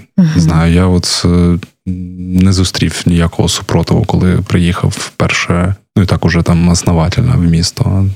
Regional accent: Kyiv, Ukraine; я взагалі киянин.

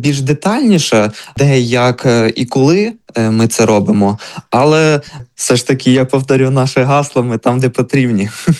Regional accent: Volyn Oblast, Ukraine; Я, як зрозуміло із мого позивного, я із Волині.

